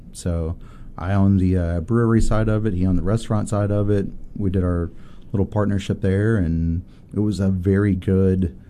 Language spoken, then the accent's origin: English; Illinois, United States; moved away as an adult; Yeah, so I'm from Southern Illinois. Moved down here whenever I was 19 years old, which was like 2002.